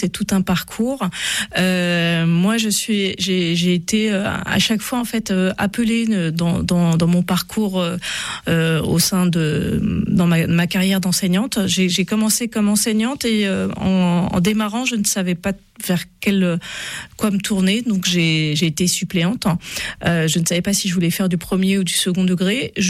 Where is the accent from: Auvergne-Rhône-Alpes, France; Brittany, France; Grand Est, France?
Brittany, France; Brest; Donc, moi, je suis originaire de Brest.